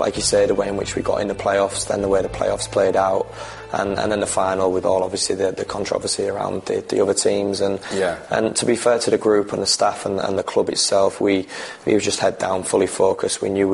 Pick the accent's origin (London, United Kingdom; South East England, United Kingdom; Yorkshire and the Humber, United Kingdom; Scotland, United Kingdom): Yorkshire and the Humber, United Kingdom; Hull; All of my family are from Hull. I was brought up in Hull, and I'll never leave Hull as long as I play for Hull.